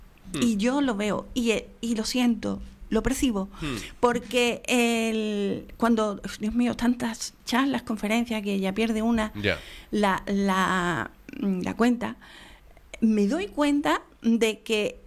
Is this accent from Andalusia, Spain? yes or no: yes; Andalusia, Spain